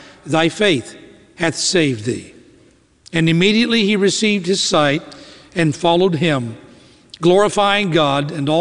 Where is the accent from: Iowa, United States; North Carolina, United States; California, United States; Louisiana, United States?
North Carolina, United States; Greensboro; I'm from Greensboro, North Carolina